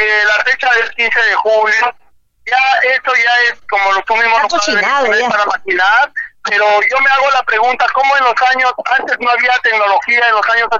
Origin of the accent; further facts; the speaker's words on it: Peru; nuestra patria amada llamada Perú.